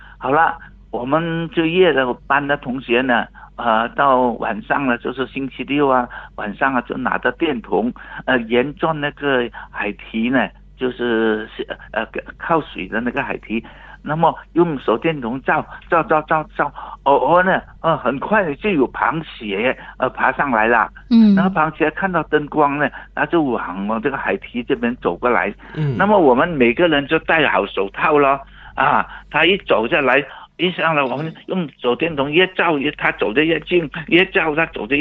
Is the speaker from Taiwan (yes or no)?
no; Hainan, China; 我们海南话叫做锅